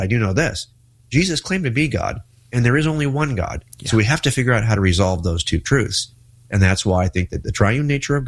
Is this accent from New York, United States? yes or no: no; California, United States